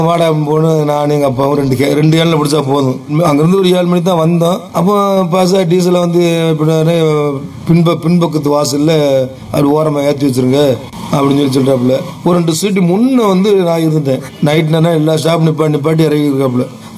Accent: Tamil Nadu, India

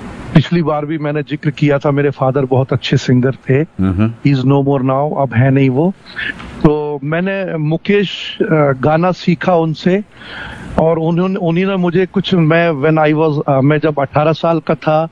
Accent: Jabalpur, Madhya Pradesh, India; मैं जबलपुर का रहने वाला हूँ, जबलपुर मध्य प्रदेश में आता है

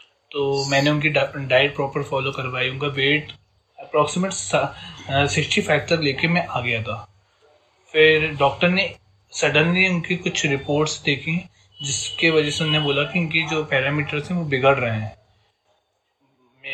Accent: Bhopal, Madhya Pradesh, India; मैं भोपाल का रहने वाला हूँ

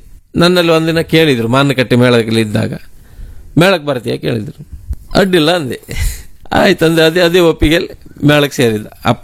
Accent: Karnataka, India; ಗೆಂಡದ ಹೈಗುಳಿ, ಅಲ್ಲಿ ನಮ್ಮ ಮನೆ ಹತ್ತಿರ ಅದು

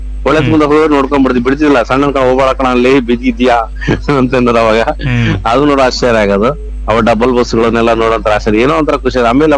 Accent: Karnataka, India; ನಾವು ಉತ್ತರ ಕನ್ನಡ ಕಡೆ ಈ ಕಡೆ ಶಿರಾಪುರ ಕಡೆ

